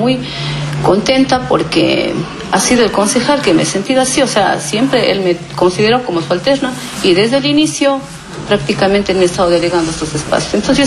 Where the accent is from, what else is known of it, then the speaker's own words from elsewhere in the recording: Sidcay, Azuay, Ecuador; soy nativa de la parroquia rural Sidcay, entonces siempre yo he trabajado con el pueblo y para el pueblo, y así tiene que ser.